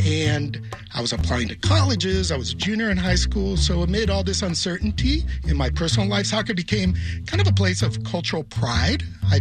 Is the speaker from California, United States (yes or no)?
yes; San Diego, California, United States; Well, as a kid growing up in San Diego, I was not a soccer fan.